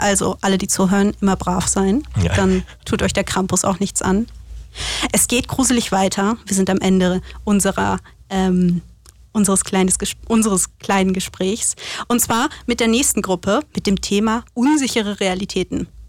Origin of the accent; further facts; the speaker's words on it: Northern Germany, Germany; moved away; ich komme aus Deutschland, deswegen bei uns im hohen Norden ist das nicht so ein großes Ding.